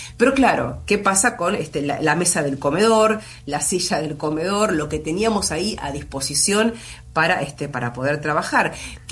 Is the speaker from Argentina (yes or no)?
yes; Argentina; yo le quería preguntar si como sociedades argentinos somos de esta manera, ¿no?